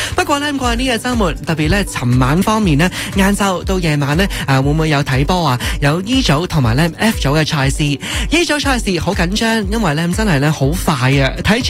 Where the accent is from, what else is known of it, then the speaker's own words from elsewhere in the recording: Canada; 我哋加拿大人